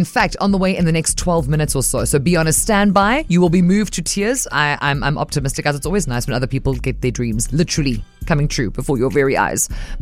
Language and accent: English; South Africa; proud of being South African